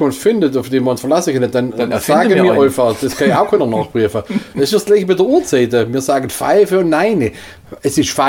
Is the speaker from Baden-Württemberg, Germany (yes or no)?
yes; Winterlingen, Baden-Württemberg, Germany; Guck mal, ich komme aus Winterlingen, vor Ort sagen wir Wederlingen.